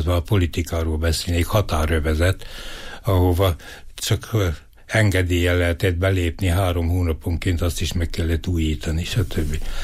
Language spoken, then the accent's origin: Hungarian; Eger, Heves, Hungary; born or raised there; moved away as an adult